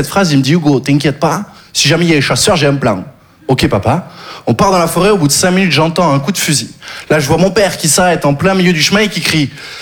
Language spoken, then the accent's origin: French; Occitanie, France; Je viens du Sud, j'ai grandi dans le Gard. Le Gard, vous connaissez ? Disneyland pour les chasseurs.